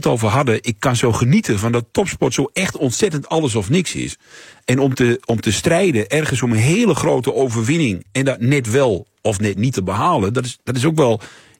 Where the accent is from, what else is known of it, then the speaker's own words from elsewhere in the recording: Glanerbrug, Overijssel, Netherlands; Omdat ik kom uit Glanenbrug, klein dorpje. Dorpje van niks eigenlijk, tussen Enschede en Duitsland.